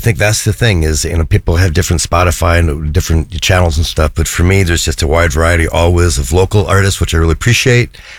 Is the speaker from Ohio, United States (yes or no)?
no; Milwaukee, Wisconsin, United States; moved away as an adult; also born or lived in Madison / St. Paul / Aspen; I grew up in Milwaukee.